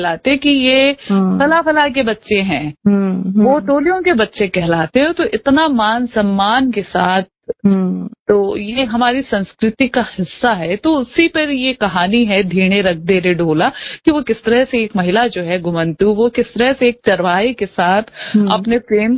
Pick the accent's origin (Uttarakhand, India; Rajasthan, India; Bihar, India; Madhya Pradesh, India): Rajasthan, India; क्योंकि मैं एक कस्बे से आती हूँ, हमने बकरा बकरी वहां पर ये पशुपालन का ही ट्रेंड जो है वो वहां पर देखा है